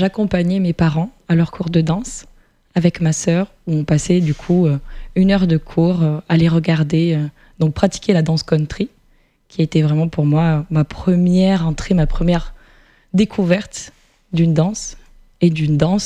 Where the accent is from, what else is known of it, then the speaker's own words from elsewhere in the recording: Auvergne-Rhône-Alpes, France; je viens d'Ardèche, j'ai 26 ans